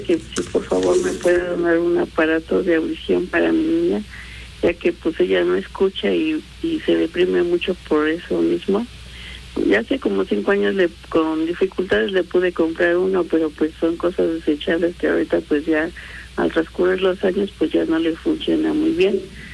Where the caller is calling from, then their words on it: Puebla, Mexico; De aquí, de Puebla.